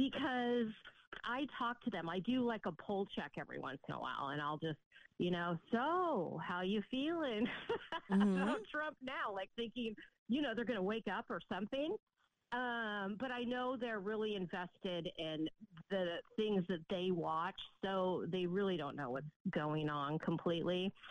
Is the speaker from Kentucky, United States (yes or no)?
no; Martinez, California, United States; I'm from the Bay Area, your old stomping ground.